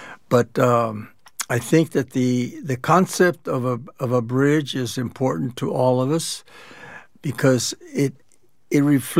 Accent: San Diego, California, United States; Sporadic in terms of the various cultures that were living there. But primarily, there were a lot of Mexican families, Italian families.

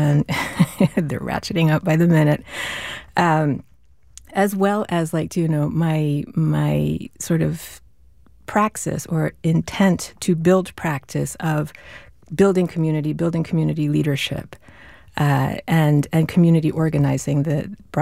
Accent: Venezuela; born or raised there

